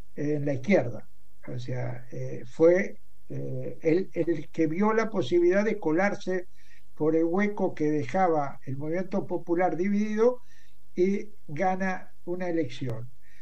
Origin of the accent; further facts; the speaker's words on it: Argentina; en mi país, en la Argentina